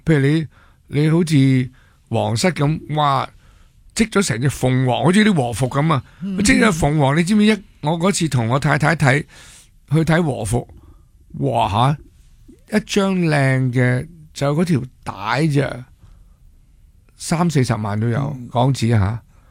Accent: Hong Kong; 我哋香港人就系、有时我啦，以前后生好中意 city life 嘅。

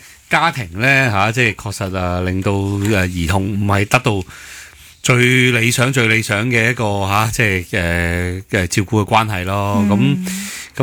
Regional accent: Hong Kong; 咁所以我哋香港人呢，有时就唔好坐井观天，

